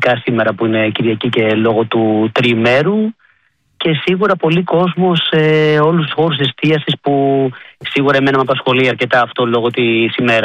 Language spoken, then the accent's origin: Greek; Athens, Attica, Greece; moved away as an adult; Γεννήθηκα και μεγάλωσα στην Αθήνα, στην πολύ όμορφη Πεύκη, έτσι, από τις αγαπημένες περιοχές της Αθήνας για μένα.